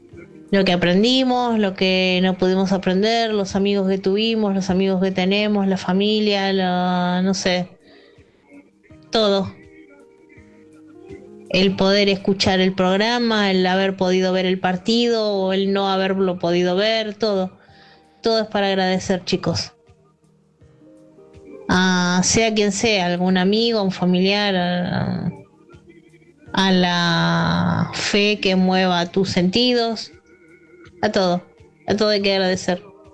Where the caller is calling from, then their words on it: Buenos Aires, Argentina; de Caballito